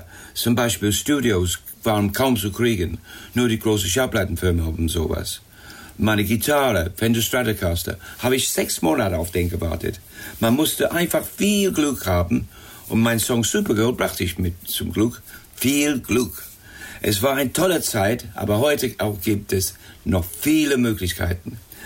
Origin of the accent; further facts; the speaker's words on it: England, United Kingdom; German is a second language; Die deutsche Sprache finde ich auch als Engländer ganz toll.